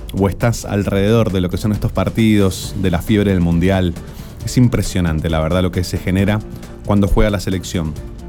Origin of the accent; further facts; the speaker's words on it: Argentina; sentimos eso en la sangre quienes somos argentinos